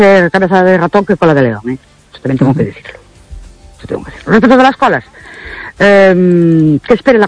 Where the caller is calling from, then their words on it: Ourense, Galicia, Spain; Buenas noches … de Ourense.